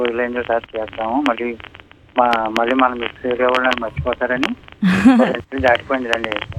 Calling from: Durgada, Andhra Pradesh, India; మాది కాకినాడ జిల్లా దుర్గాడ అన్నవరం దగ్గర.

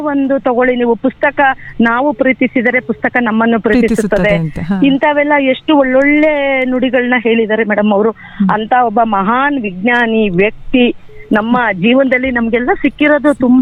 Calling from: Nerlagundi, Karnataka, India; ನೇರ್ಲಗುಂಡಿಯಿಂದ.

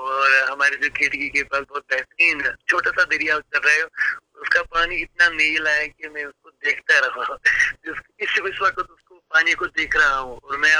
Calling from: Budgam district, Jammu and Kashmir, India; जी मैं कश्मीर से बात कर रहा हूँ, जिला बड़गाम में हमारा गांव पड़ता है, और हमारे गांव का नाम है वड़गाम। ये डिस्ट्रिक्ट हेडक्वार्टर से कम 22 किलोमीटर दूर है सर।

